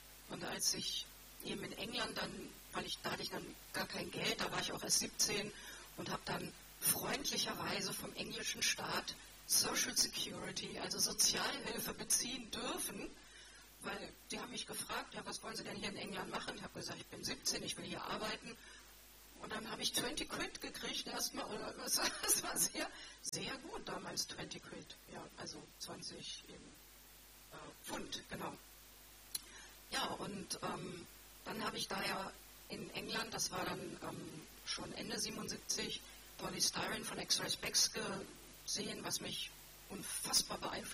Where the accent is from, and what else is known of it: Germany